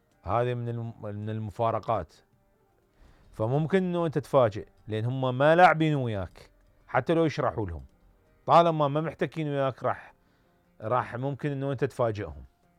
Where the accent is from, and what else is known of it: Iraq